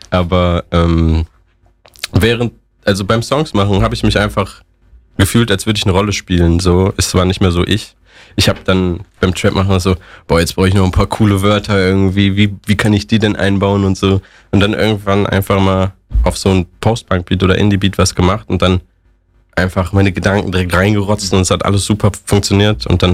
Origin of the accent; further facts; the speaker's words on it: Mönchengladbach, North Rhine-Westphalia, Germany; Ich bin einfach der Typ aus Gladbach